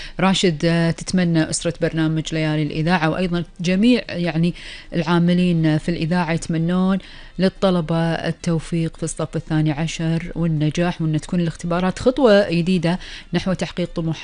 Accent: Kuwait; ورح نتكلم عن آخر الأخبار والمستجدات في ديرتنا الحبيبة الكويت.

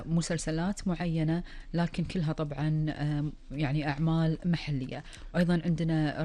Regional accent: Kuwait; ديرتنا الحبيبة الكويت

